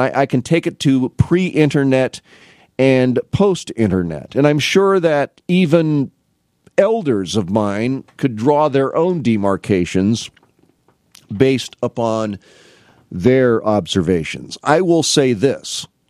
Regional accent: Canton, Illinois, United States; I grew up in Canton, as you know from listening to the show.

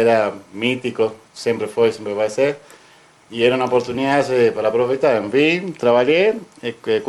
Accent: Buenos Aires, Argentina; Portuguese is a second language; Olha, é que eu sou de Buenos Aires, Argentina.

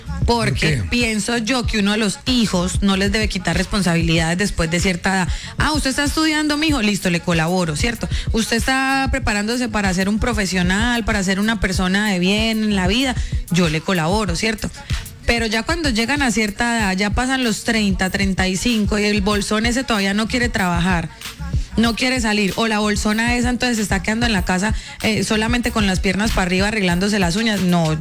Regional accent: Venezuela; Yo sí amo mi pueblito donde viví y espero que todo se solucione pronto en Venezuela, porque ese pueblito queda en Venezuela.

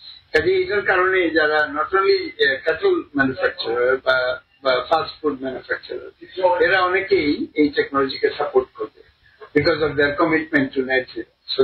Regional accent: Bangladesh; আমি যেহেতু বাংলাদেশের মানুষ

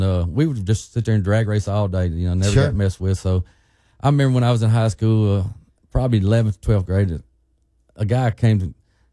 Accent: Hernando, Mississippi, United States; now in Nesbit, United States; I'm from Hernando, Mississippi. Born and raised Hernando, Mississippi.

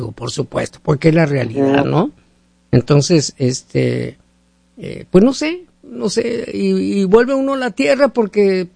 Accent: Mexico; No, pues así somos los mexicanos, nos reímos de la muerte.

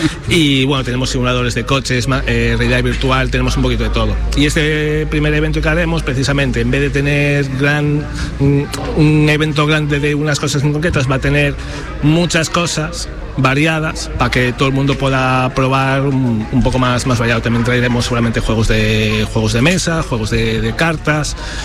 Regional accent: Arteixo, Galicia, Spain

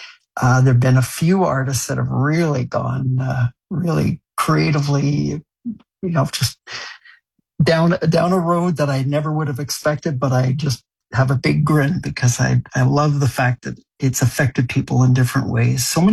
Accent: France; also born or lived in Ottawa, Canada; I think, you know, I grew up in France, and but I was born in Ottawa. And when we moved back to Canada, we had a place in the upper Ottawa.

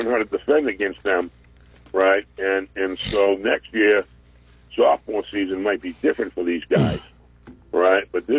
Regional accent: New England, United States; So I came here from New England. I was a New England fan for a long time, right?

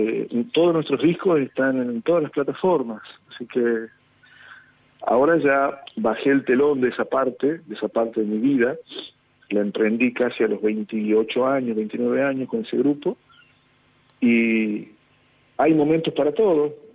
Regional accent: Tucumán, Argentina; also born or lived in Salta; si nací en Salta y me crié en Tucumán, no podría ser de otra forma, soy guitarrero y cantor.

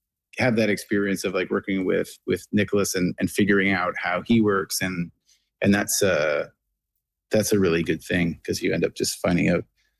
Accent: Nova Scotia, Canada; I heard about the story, but I didn't realize how close it was to my hometown.

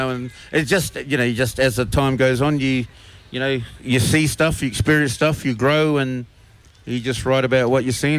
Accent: South Australia, Australia; I'm Narunga, which is the York Peninsula. Okay. And on my mother's side, I'm Adyamatna, from the Flinders Ranges. I actually live in the Flinders Ranges.

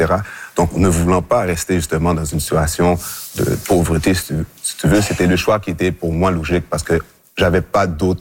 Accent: Montreal, Quebec, Canada; comme tout jeune qui vit dans les quartiers stigmatisés comme Montréal-Nord, Rivière-des-Prairies, j'ai grandi à Rivière-des-Prairies

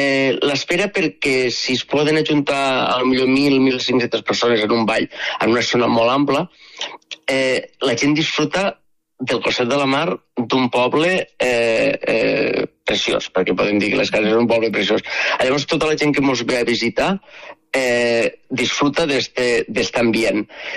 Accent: Alcanar, Catalonia, Spain; La gent que som, jo sóc d'Alfanar, però sempre hem viscut les festes de les cases.

